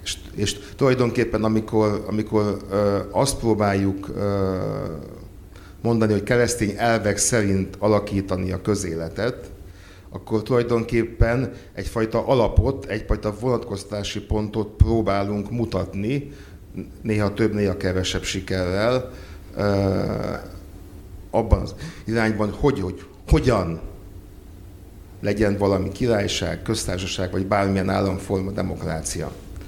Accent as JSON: {"language": "Hungarian", "town": "Kecskemét", "region": "Bács-Kiskun", "country": "Hungary", "tie": "born there", "said": "hát például az én szülővárosomban, Kecskeméten"}